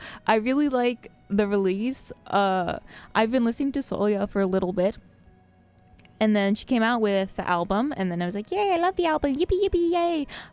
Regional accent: California, United States; I'm not from Texas, I'm from Central California

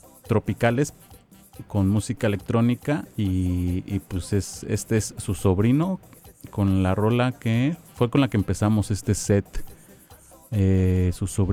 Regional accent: Puebla, Mexico; Yo soy de Puebla y por eso les traigo aquí esta cumbia sonidera poblana.

